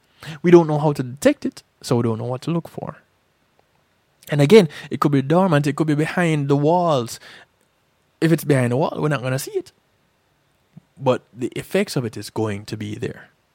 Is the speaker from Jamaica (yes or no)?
yes; Jamaica; now in United States; I grew up in Jamaica.